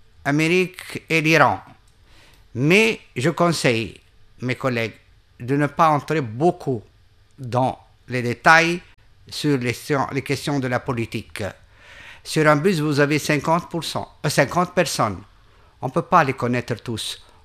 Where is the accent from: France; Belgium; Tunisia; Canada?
Tunisia; Le Bardo, Tunis Governorate; Bon, moi je suis du Bardo, je savais qu'il y avait une caserne militaire à côté du musée.